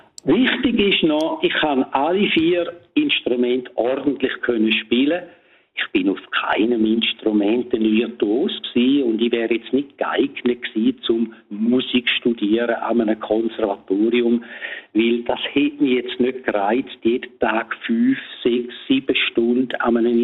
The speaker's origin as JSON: {"language": "German", "region": "Graubünden", "country": "Switzerland", "tie": "born or raised there", "said": "Weil damals hat es in dem Dorf, wo ich aufgewachsen bin, im bündnerischen Domadems, da hat es einen Fernsehsender gegeben."}